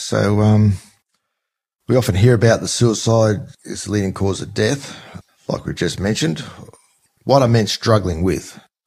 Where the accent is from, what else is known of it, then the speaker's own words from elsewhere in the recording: Australia; us being Australian